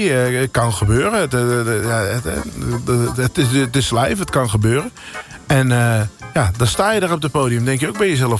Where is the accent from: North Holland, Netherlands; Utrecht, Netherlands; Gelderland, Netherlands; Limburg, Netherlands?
North Holland, Netherlands; Amsterdam; born there; ik ben geboren in Amsterdam. Ja. En mijn familie kwam uit Amsterdam.